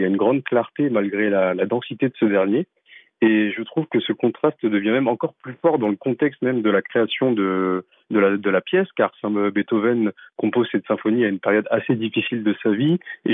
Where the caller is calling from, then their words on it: Paris, Île-de-France, France; j'habite à Paris.